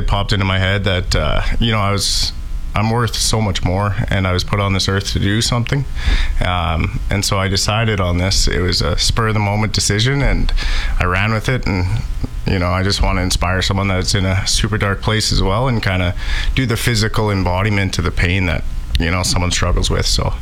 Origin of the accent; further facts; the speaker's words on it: Dryden, Ontario, Canada; I'm currently running, I started in Vancouver. So I'm from Dryden, Ontario, a small town in Ontario, and I flew out to Vancouver, and I'm currently running back home